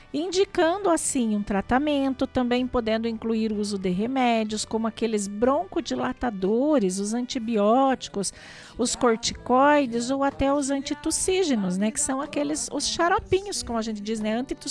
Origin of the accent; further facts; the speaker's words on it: Brazil; a gente é brasileiro e não desiste nunca